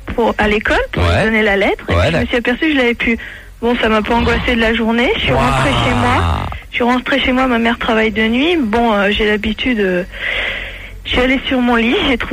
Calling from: Cannes, Provence-Alpes-Côte d'Azur, France

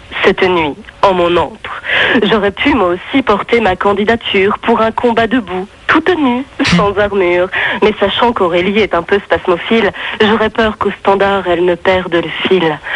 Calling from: Paris, Île-de-France, France; j'ai 24 ans et je vous appelle de Paris.

